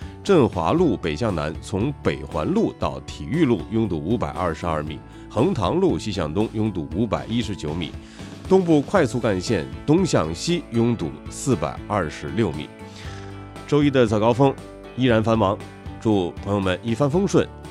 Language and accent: Chinese; Dongguan, Guangdong, China; 这是刻在咱们东莞人血脉里的民俗约定，